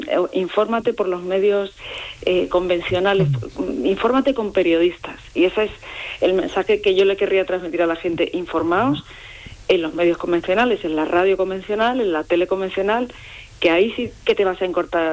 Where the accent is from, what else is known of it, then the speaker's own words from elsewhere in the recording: Cádiz, Andalusia, Spain; now in Madrid, Spain; yo soy de Cádiz, de un sitio que está al